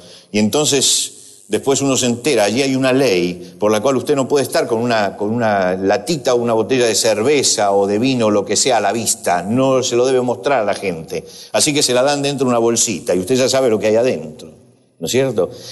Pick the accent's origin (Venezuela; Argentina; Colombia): Argentina; Somos libres los argentinos